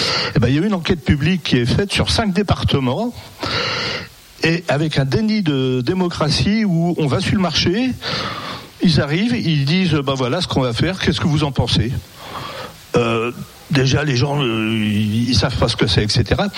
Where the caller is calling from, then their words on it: Saint-Nazaire, Pays de la Loire, France; moi je suis de Saint-Nazaire en Loire-Atlantique